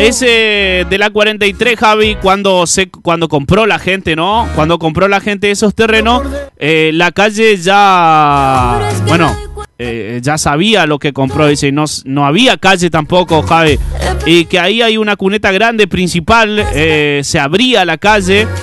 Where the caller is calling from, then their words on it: Santa Fe, Argentina; de Santa Fe.